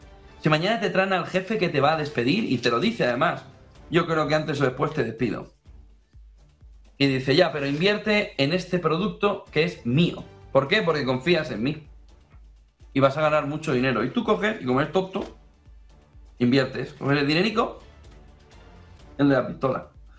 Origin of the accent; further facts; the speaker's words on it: Alicante, Valencian Community, Spain; Y yo soy de Alicante.